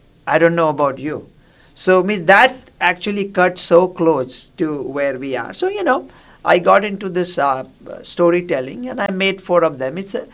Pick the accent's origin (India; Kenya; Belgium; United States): India; I grew up in India